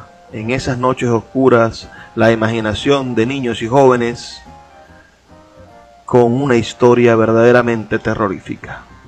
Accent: Venezuela; lo que somos como venezolanos

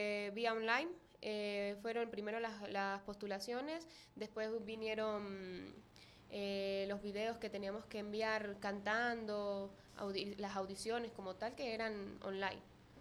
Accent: Mérida, Venezuela; sobre todo acá a la emisora y a las personas de mi pueblo, como también quiero agradecerle a la gobernación del estado Mérida que me aportó con los pasajes

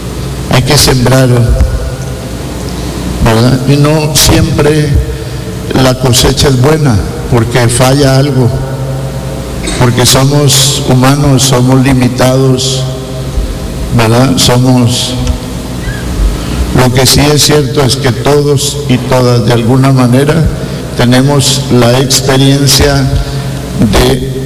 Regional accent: Teculután, Zacapa, Guatemala; yo que soy de Teculután

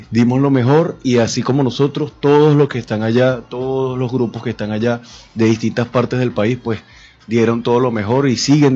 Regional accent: Venezuela; eso es lo que nos identifica a nosotros como pueblo venezolano

